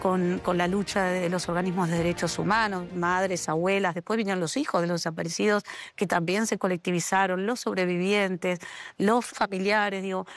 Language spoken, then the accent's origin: Spanish; Argentina